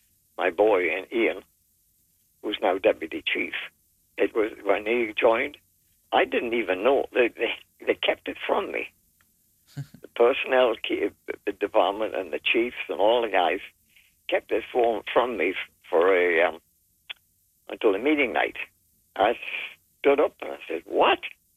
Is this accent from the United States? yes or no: no; England, United Kingdom; now in Kentville, Canada; We emigrated to Canada from England. And we moved to the Kentville area.